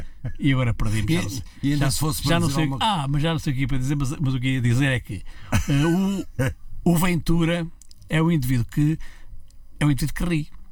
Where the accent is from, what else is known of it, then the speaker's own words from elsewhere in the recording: Castelo Branco, Centro, Portugal; Castelo Branco, a minha cidade. A minha cidade natal